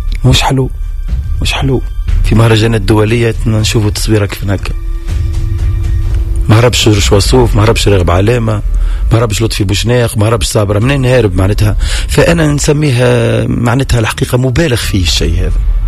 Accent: Tunisia; احنا عندنا في تونس

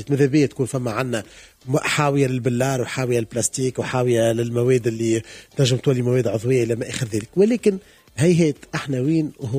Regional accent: Sousse, Sousse Governorate, Tunisia; أنا أقول بأنه بلدي تونس سوسة اليوم عملت حاجة اللي هي الحقيقة اون بروميير في تونس.

